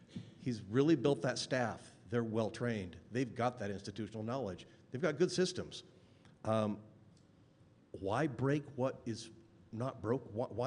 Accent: Grand County, Utah, United States; I was raised in Grand County. I've raised seven kids here, gone through schools, through here in Grand County schools

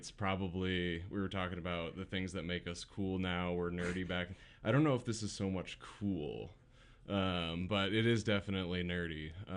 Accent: Iowa, United States; now in Moab, United States; I'm originally from Iowa. I live here in Moab now.

